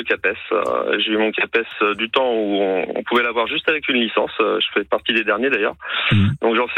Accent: Évry, Île-de-France, France; also born or lived in Corbeil-Essonnes; j'ai été élevé en Île-de-France, je suis de la région d'Évry.

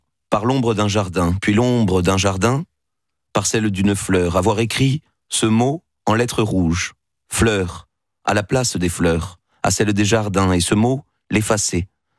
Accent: Toulouse, Occitanie, France; quand on vit comme moi dans les terres loin de l'océan, puisque je suis un Toulousain

